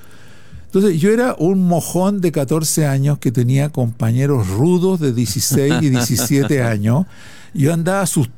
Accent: Chile; moved away as an adult; Y salí de Chile antes de la elección de Allende, incluso.

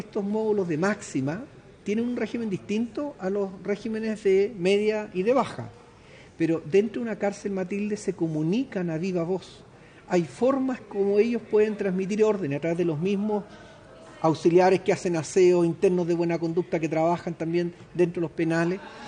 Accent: Chile

